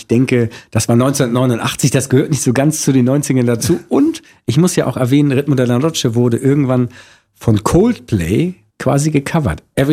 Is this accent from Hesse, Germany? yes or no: no; Hamburg, Germany; Da würde ich jetzt als Hamburger sagen, darauf bin ich natürlich sehr stolz